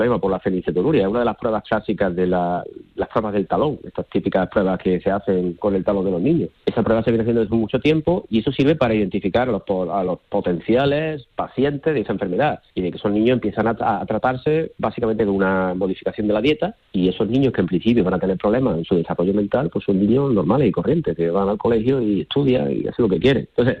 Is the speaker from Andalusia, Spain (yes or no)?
yes; Córdoba, Andalusia, Spain; born there; now in Seville, Spain; soy catedrático de la Universidad Pablo Olavide, cordobés de nacimiento, vivo en Sevilla